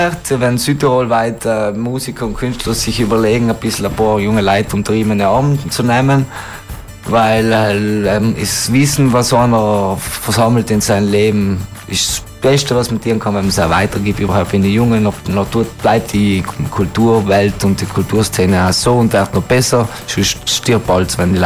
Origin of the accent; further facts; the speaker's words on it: Ritten, Trentino-Alto Adige, Italy; Das Festival findet auf dem Festplatz Unterrinn statt, auf dem Ritten, also in meinem Dorf, wo ich herkomme.